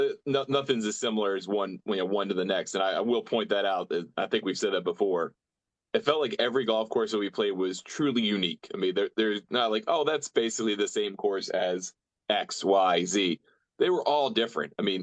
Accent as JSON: {"language": "English", "country": "United States", "said": "And you go, okay, well, I'm an American. I play a lot of parkland golf"}